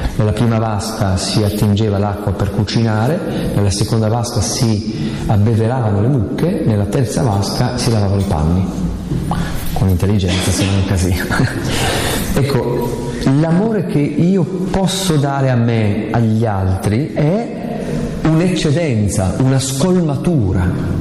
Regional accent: Aosta Valley, Italy; chi viene in vacanza in Valle d'Aosta conosce bene: dalle mie parti non manca l'acqua, c'è acqua ovunque

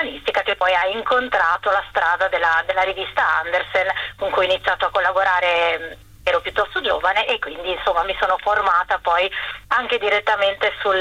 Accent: Genoa, Liguria, Italy; Io sono di Genova

